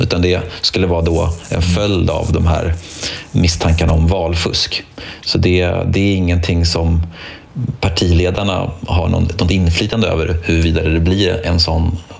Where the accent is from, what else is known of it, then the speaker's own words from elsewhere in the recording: Sweden; Som svensk kan jag bara säga att det är okej att skratta.